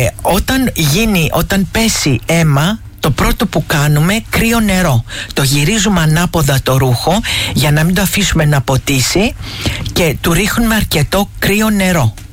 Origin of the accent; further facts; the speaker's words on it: Kymi, Central Greece, Greece; Αχ, πατριώτησά μου είναι. Από πού είναι, από την Νότια, είμαι από την Κύμη.